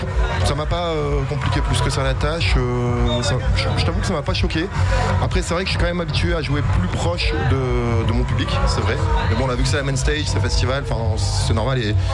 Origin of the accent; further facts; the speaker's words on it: Wasquehal, Hauts-de-France, France; moi je suis originaire de Lille, plus exactement Wascal.